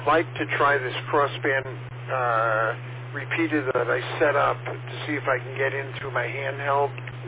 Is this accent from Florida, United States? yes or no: yes; North Miami Beach, Florida, United States; born there; moved away as an adult; also born or lived in New York / Plantation, Florida; now in Portland, United States; to Florida from New York when I was 14 years old. I grew up in North Miami Beach, went to Miami Norland High School. Then my parents bought a condo on Hallandale Beach, the Parker Plaza